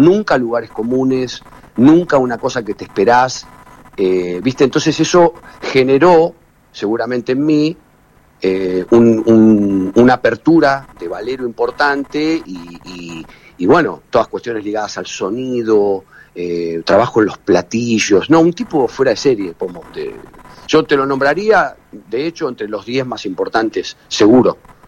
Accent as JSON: {"language": "Spanish", "town": "Haedo", "region": "Buenos Aires Province", "country": "Argentina", "tie": "born or raised there", "said": "yo soy de Aedo, ¿no? Oriundo de Aedo, de provincia de Buenos Aires, del oeste, y me acuerdo que siempre agarramos una calle que se llama Lavallol, que era por la cual vivíamos nosotros."}